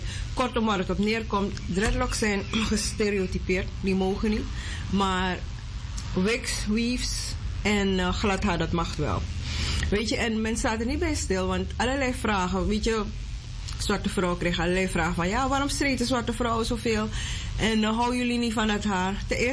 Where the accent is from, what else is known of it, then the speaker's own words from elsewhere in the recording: Suriname; Maar ik kom dus uit Suriname. Echt Surinaamse ouders.